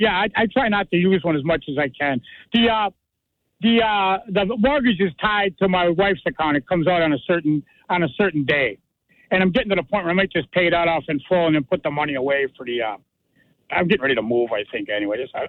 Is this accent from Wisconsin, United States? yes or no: yes; Kenosha, Wisconsin, United States; moved away as an adult; also born or lived in Sturtevant; now in Milwaukee, United States; I was living in Sturtevant at the time. But yeah, I grew up in Kenosha.